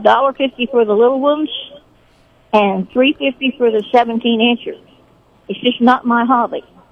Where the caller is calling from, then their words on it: Sedalia, Missouri, United States; I'm calling you from Sedalia.